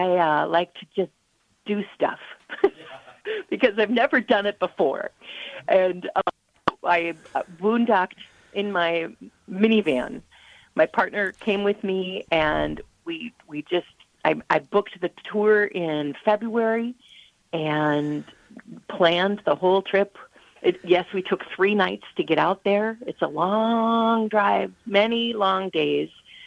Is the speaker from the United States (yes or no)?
yes; Minnesota, United States; I do love my home state of Minnesota the most.